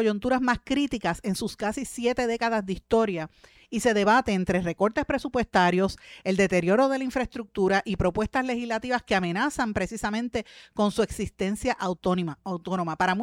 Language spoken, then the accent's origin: Spanish; Puerto Rico; es un reclamo que hago como puertorriqueña ante todo.